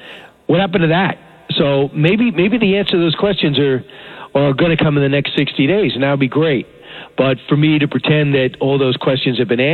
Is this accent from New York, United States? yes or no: yes; Long Island, New York, United States; I grew up here in Long Island, and, I work in the city now for about 30 years.